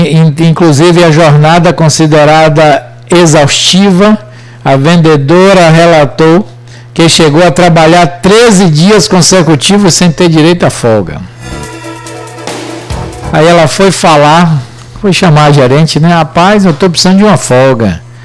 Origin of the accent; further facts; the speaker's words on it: Maragogipe, Bahia, Brazil; moved away; Eu dei vontade de ir ver Maragogipe, minha terrinha, ontem.